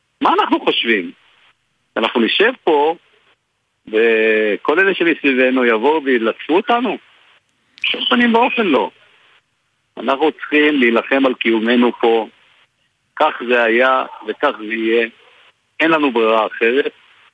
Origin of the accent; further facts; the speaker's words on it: Northern District, Israel; אני גדלתי בצפון דרך אגב, אני נולדתי במושב זה אליעזר וגדלתי והתחנכתי שם.